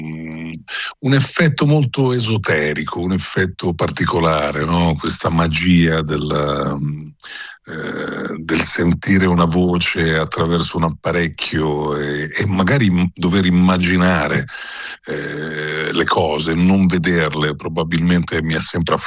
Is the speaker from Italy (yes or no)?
yes; Sicily, Italy; Io comunque vengo dalla Sicilia e ho riscontrato anche delle similitudini.